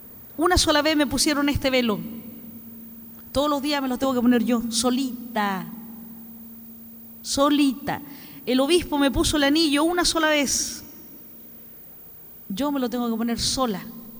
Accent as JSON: {"language": "Spanish", "country": "Chile"}